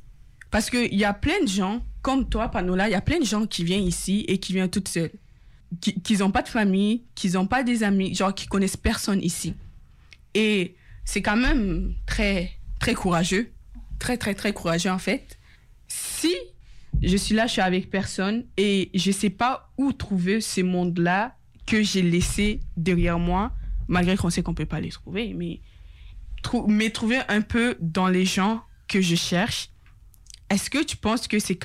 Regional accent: Ontario, Canada; French is a second language; now in Quebec City, Canada; je suis quand même issue de l'immigration ici à Québec, je viens de l'Ontario.

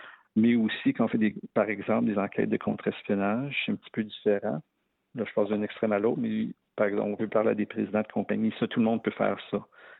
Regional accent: Montreal, Quebec, Canada; je suis le plus jeune de trois enfants, puis on a grandi à Ville-Saint-Laurent, un petit peu dans le nord-ouest de Montréal, puis où j'ai resté, c'était bilingue. Il y avait autant de francophones que d'anglophones.

